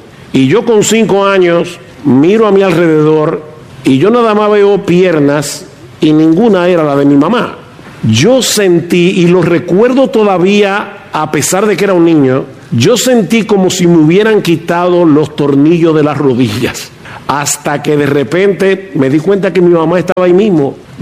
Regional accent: San Juan de la Maguana, San Juan, Dominican Republic; Cuando yo era niño, como cinco o seis años, vino a San Juan de la Maguana, al pueblo donde yo nací, un circo llamado el Circo Dorado.

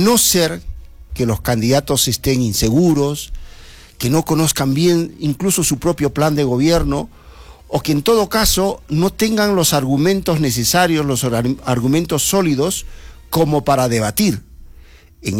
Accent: Arequipa, Peru; los arequipeños somos así

